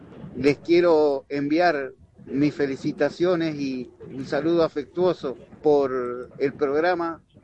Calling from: Paraná, Entre Ríos, Argentina; de Paraná, pero recorro el país.

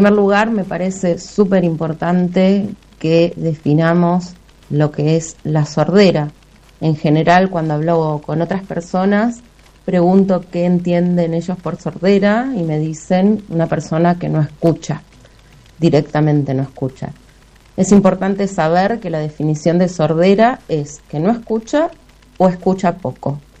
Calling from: San Martín de los Andes, Neuquén, Argentina; vivo en San Martín de los Andes

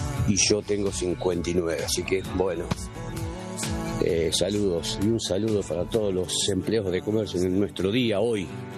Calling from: Argentina; soy de Bedia

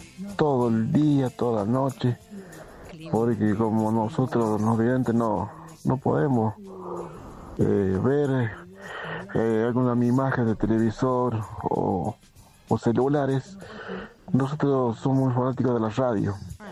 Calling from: Despeñaderos, Córdoba, Argentina; de Despeñadero, soy no vidente

